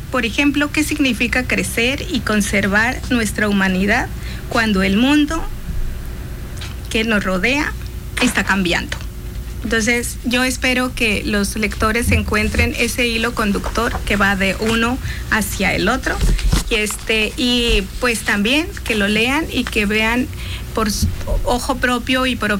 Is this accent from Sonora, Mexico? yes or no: yes; Sonora, Mexico; somos sonorenses